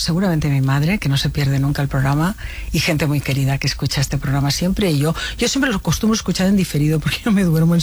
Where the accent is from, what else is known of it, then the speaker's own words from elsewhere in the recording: Spain; yo quiero saber como ciudadana española cuál ha sido la historia económica del rey emérito mientras estuvo al frente de la jefatura del Estado.